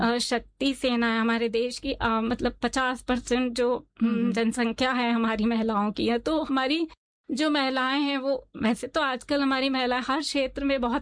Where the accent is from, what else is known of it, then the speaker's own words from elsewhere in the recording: Kanpur, Uttar Pradesh, India; मैं basically UP Kanpur की रहने वाली हूँ, और हमारे यहाँ जैसे गंगा नदी है